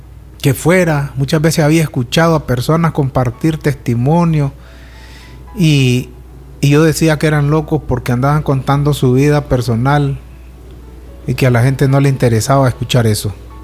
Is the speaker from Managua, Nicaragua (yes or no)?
no; Sébaco, Matagalpa, Nicaragua; Venimos de la ciudad de Sébaco a compartirles lo que estamos viviendo